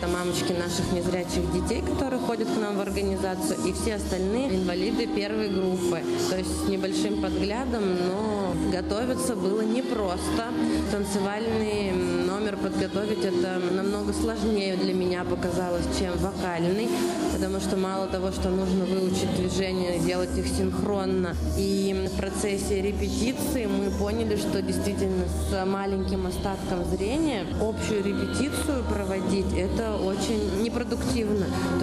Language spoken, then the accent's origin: Russian; Mari El, Russia; я из Республики Мариэл.